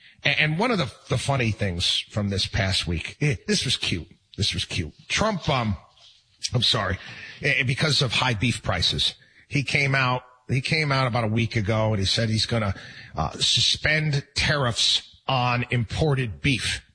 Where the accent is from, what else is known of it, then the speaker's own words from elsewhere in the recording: New York, United States; I grew up in New York